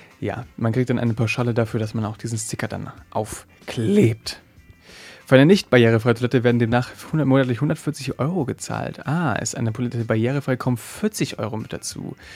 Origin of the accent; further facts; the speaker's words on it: Berlin, Germany; Ich komme aus Berlin